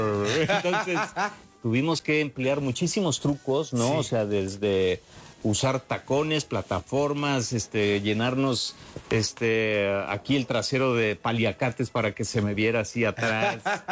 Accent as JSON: {"language": "Spanish", "country": "Mexico", "said": "porque somos mexicanos."}